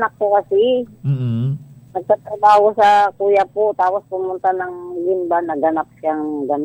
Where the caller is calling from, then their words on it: Tarlac, Central Luzon, Philippines; Dito po sa Tarlac.